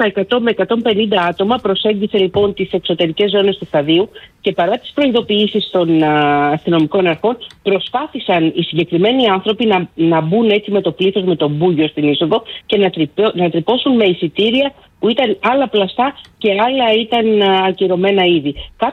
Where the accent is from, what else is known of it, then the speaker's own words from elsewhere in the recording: Greece; η νίκη του Ολυμπιακού μας έκανε περήφανους σαν Έλληνες.